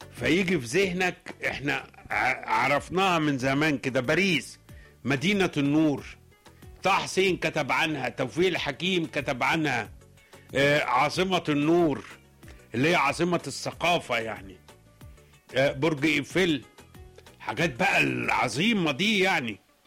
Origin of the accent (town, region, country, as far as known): Egypt